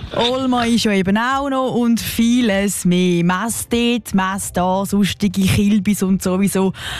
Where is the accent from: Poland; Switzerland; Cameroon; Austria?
Switzerland; Oktoberfest ist fängt nicht mehr nur zu München, auch bei uns in der Schweiz praktisch in jedem Dorf.